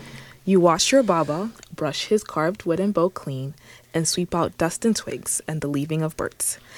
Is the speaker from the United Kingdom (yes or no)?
no; Tanzania; I'm from Tanzania